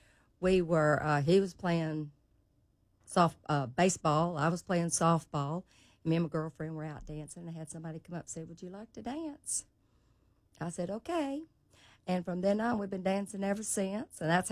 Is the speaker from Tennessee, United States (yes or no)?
yes; Memphis, Tennessee, United States; Hey, I was born and raised here in Memphis, Tennessee. For all your old people out there, it was the Sherwood Forest area, as a lot of you probably remember.